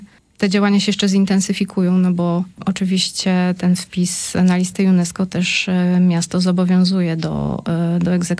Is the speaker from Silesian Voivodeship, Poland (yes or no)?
no; Gdynia, Pomeranian Voivodeship, Poland; tutaj u nas w Gdyni.